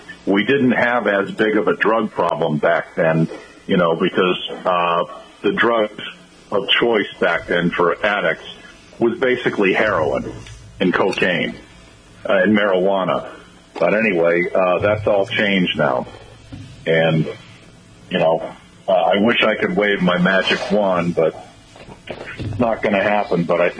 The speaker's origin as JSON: {"language": "English", "town": "Foxborough", "region": "Massachusetts", "country": "United States", "tie": "born or raised there", "moved": "as an adult", "said": "I'm age 66. I grew up in Foxborough"}